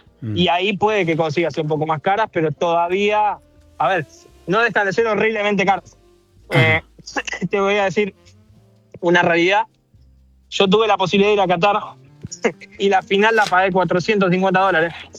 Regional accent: Argentina; moved away; somos muchos argentinos

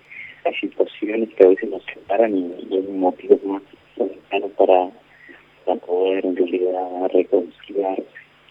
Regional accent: Uruguay; soy uruguayo, pero estamos haciendo un trabajo acá en Buenos Aires

